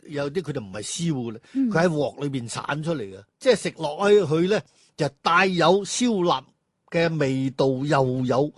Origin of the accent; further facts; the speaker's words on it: Guangdong, China; 我哋广东人